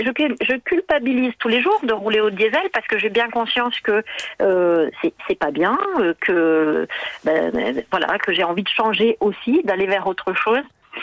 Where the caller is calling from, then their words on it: Grand Est, France; Moi, j'habite en Haute-Marne.